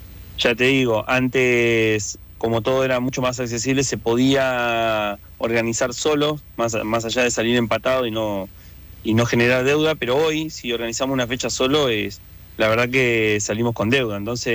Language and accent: Spanish; Buenos Aires Province, Argentina; yo soy de Buenos Aires, o sea, viajo siempre, no es que no viajo, viajo siempre, o sea, yo corro en ASME, pero vivo en Tigre, Buenos Aires